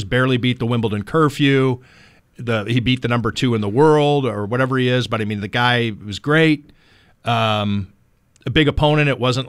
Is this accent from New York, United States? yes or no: no; Cleveland, Ohio, United States; when we grew up growing up in Cleveland